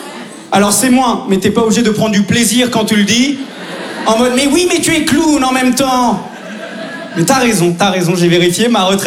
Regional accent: Brussels, Belgium; accent: Brussels

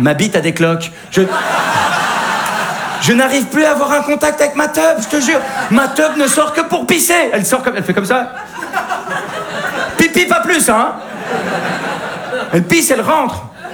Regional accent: Belgium; je sais de quoi je parle, je viens de Belgique.

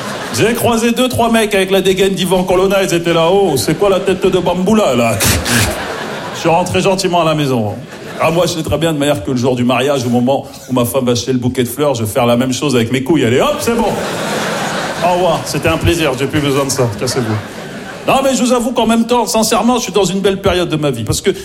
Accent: Maisons-Alfort, Île-de-France, France; parce que j'ai grandi à Maison Alfort, en plus, tu vois, dans le 9-4, tu vois.

